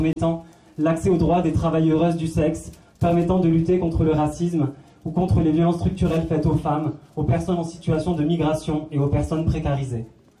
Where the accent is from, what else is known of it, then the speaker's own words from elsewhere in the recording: Toulouse, Occitanie, France; comme on vient de Toulouse